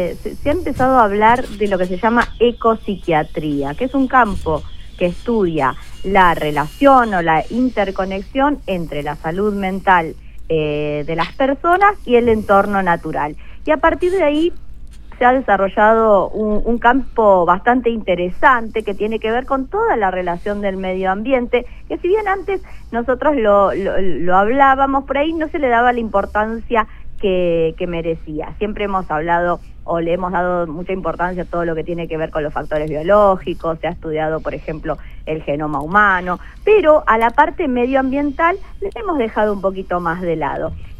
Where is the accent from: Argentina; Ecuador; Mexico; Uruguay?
Argentina; Patagonia; Yo soy de la Patagonia.